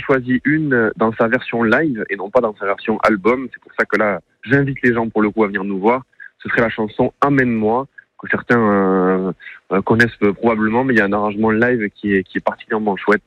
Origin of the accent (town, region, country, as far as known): Southern France, France